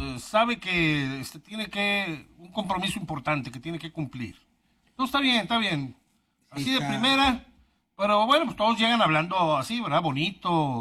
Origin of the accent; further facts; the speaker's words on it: Mexico; Pepe Peña, como buenos mexicanos, con eso del metro, parques y baches, dejamos todo para el último minuto.